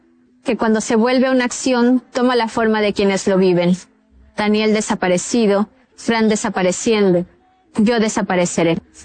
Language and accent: Spanish; Mexico; soy escritora mexicana